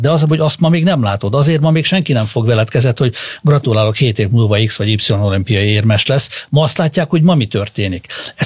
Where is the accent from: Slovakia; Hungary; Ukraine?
Hungary; de ők skandinávok, mi meg magyarok vagyunk.